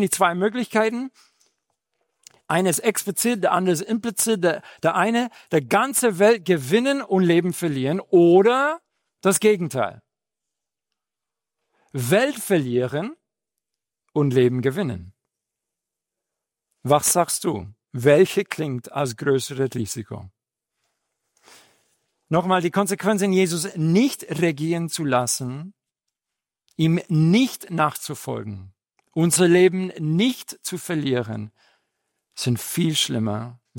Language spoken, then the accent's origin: German; Madrid, Community of Madrid, Spain; German is a second language; also born or lived in Seville / Chicago; now in Fischbach, Germany; Ich bin in Großstadt Madrid aufgewachsen, bin in Sevilla geboren, Madrid aufgewachsen, dann bin ich umgezogen in die Nähe von Chicago und jetzt wohne ich in der nächste große Weltstadt Fischbach.